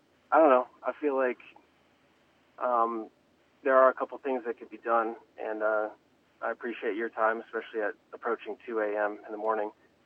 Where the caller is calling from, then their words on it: New Orleans, Louisiana, United States; coming all the way from New Orleans.